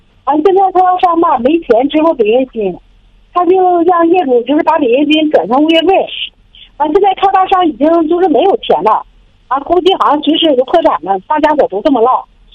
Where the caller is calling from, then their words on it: Changchun, Jilin, China; 就是我是长春的